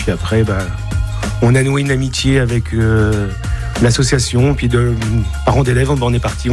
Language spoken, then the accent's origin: French; Normandy, France; moved away as an adult; now in Sotva, France; Moi, je suis originaire de l'Orne. Je suis arrivé ici pour le travail.